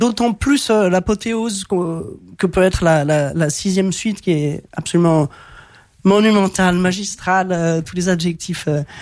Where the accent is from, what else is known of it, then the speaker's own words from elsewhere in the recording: Lyon, Auvergne-Rhône-Alpes, France; born there; c'est une des premières danses que j'ai apprises quand j'étais petite au Conservatoire de Lyon